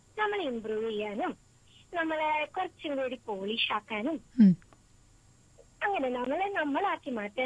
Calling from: Ernakulam, Kerala, India; ഞാൻ എറണാകുളത്തിൽ നിന്നാണ് വിളിക്കുക.

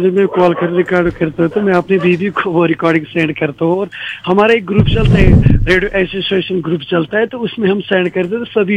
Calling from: Budgam district, Jammu and Kashmir, India; मैं कश्मीर से बात कर रहा हूँ, सेंट्रल कश्मीर से बात कर रहा हूँ, जिला बड़गाम में हमारा गांव पड़ता है।

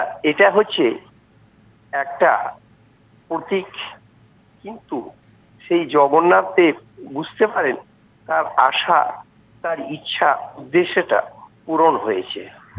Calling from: West Bengal, India; আমি পশ্চিমবঙ্গ বীরভূম থেকে

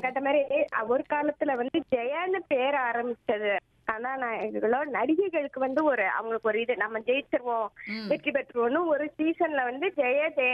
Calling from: Tirunelveli, Tamil Nadu, India; நாங்க என்ன திருநெல்வேலி பொண்ணு

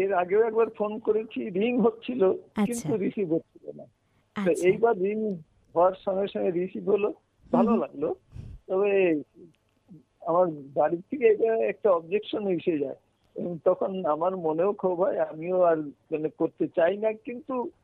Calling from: Siliguri, West Bengal, India; আমি শিলিগুড়ি বাগাজোটিং পার্ক থেকে

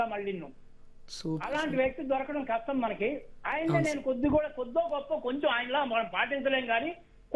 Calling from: Bengaluru, Karnataka, India; నేను బెంగళూరు నుంచి మాట్లాడుతున్నాను అయ్యా

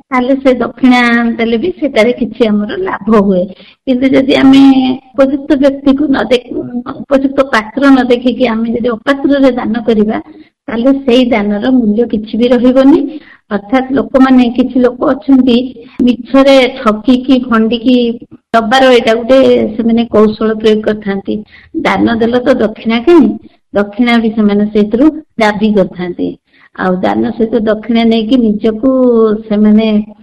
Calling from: Baripada, Odisha, India; ବାରିପଦାରୁ କହୁଛି।

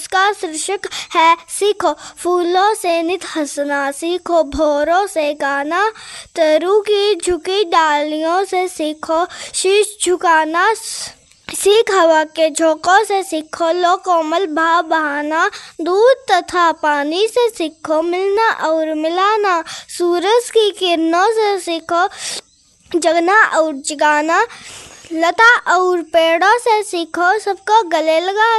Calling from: Kangra district, Himachal Pradesh, India; मैं गांव सुनू जिला कांगड़ा की रहने वाली हूँ।

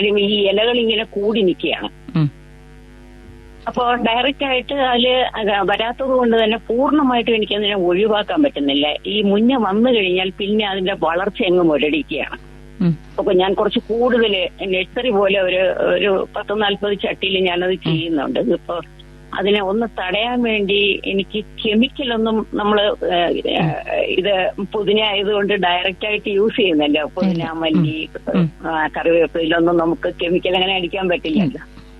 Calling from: Thiruvananthapuram, Kerala, India; ഉള്ളൂരിൽ നിന്നാണ് സംസാരിക്കുന്നത്.

